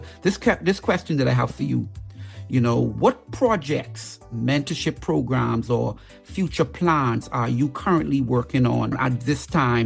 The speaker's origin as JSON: {"language": "English", "country": "Bahamas"}